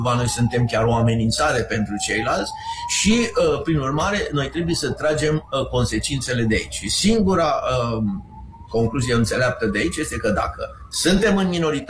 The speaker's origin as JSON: {"language": "Romanian", "country": "Romania", "said": "și noi ca români"}